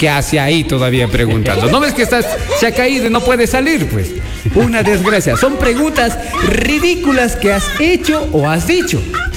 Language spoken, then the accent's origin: Spanish; Ecuador; Y así creo que somos todos los ecuatorianos